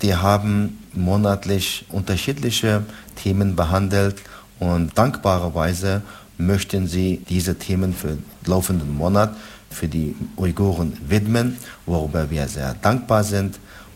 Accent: Xinjiang, China; Das ist meine Heimat, wo ich geboren, aufgewachsen bin, wo ich meine Schulausbildung bekommen habe, wo ich studiert habe, wo ich meine schönsten Kindheitszeiten erlebt habe.

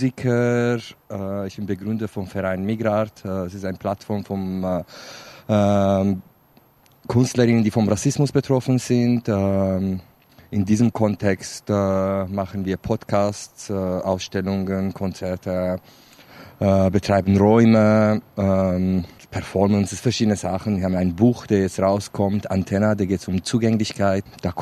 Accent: Eastern Kurdistan, Iran; German is a second language; moved away as an adult; now in Switzerland; Ich komme aus Rojalat. In Rojalat, ich habe IT studiert und ich bin dann mit 19 raus, aus politischen Gründen. Lebe jetzt seit 16, 17 Jahren in der Schweiz.

